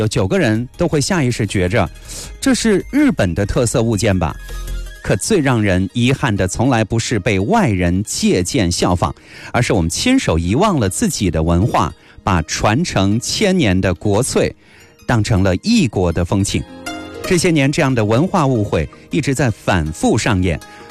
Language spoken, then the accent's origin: Chinese; China; 我们中国人